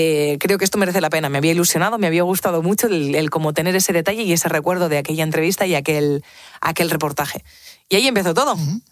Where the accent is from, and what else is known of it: Spain